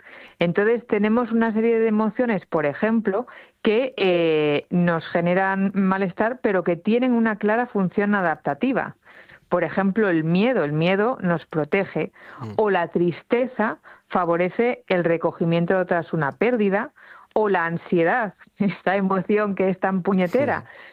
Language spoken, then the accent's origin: Spanish; Oviedo, Asturias, Spain; del naranco, porque yo soy de Oviedo